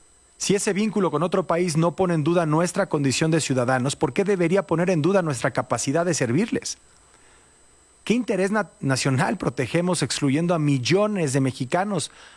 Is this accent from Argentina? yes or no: no; Mexico; now in United States; Durante generaciones, millones de mexicanos allá, en Estados Unidos, hemos escuchado que no somos suficientemente estadounidenses porque somos muy mexicanos.